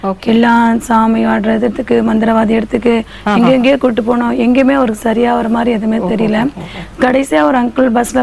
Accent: Poonamallee, Tamil Nadu, India; பூந்தமல்லி பிறந்து வளர்ந்தேன்.

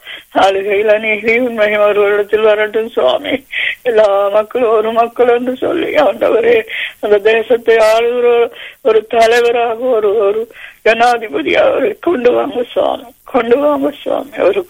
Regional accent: Sri Lanka; எங்களுடைய தேசம், நாங்கள் பிறந்து வளர்ந்த தேசம் ஆண்டவர், எங்களை மூதாதையர் வாழ்ந்த தேசம்

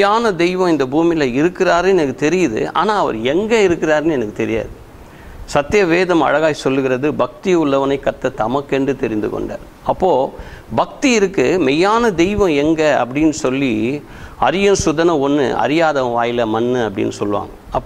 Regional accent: Chennai, Tamil Nadu, India; பிறந்து வளர்ந்தது எல்லாமே மயிலாப்பூர் ஆல் இண்டியா பேக் சைடில் கார்னீஸ்வரர் கோவில் சீட் நம்பர் 40, அங்கே தான் நான் பிறந்து வளர்ந்தது எல்லாமே.

